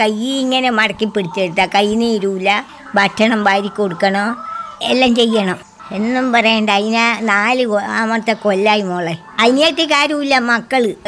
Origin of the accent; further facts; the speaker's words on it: Mundorappoyil, Kerala, India; moved away as an adult; എന്റെ വീട് അങ്ങ് മുണ്ടോറപ്പൊയിലെന്ന് പറയും.